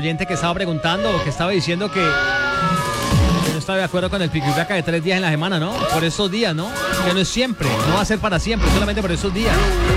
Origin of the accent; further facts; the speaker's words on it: Cali, Valle del Cauca, Colombia; así somos los caleños, así somos los vallecaucanos, así somos los colombianos.